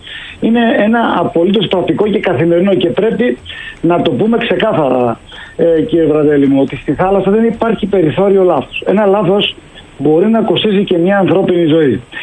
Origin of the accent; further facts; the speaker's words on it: Greece; Εγώ είμαι Έλληνες πάνω απ' όλα.